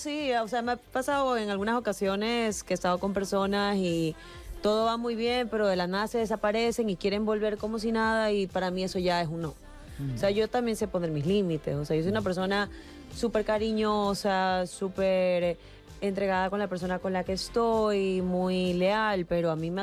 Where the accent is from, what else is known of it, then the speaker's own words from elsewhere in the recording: Ecuador; moved away as an adult; now in Madrid, Spain; Ecuador es un país maravilloso, pero siento que ya he hecho todo lo que tenía que hacer en mi país, artísticamente hablando